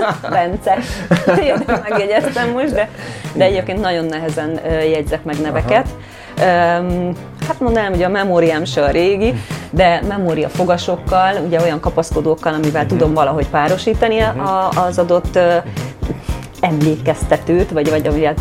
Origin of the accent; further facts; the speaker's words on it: Szeged, Csongrád-Csanád, Hungary; now in Budapest, Hungary; Mert a névváltozás után nem sokkal egyébként Szegedről Budapestre költöztem, és már mindenki így ismert meg. Amikor meg hazamentem